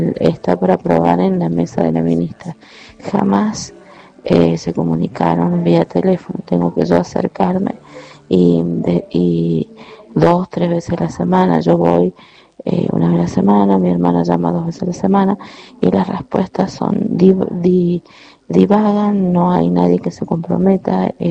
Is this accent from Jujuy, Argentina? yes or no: no; La Toma, San Luis, Argentina; moved away as an adult; now in San Luis, Argentina; el domicilio que tuvimos que alquilar aquí en San Luis Capital, porque somos oriundos de La Toma, donde el sistema de salud no es muy precario.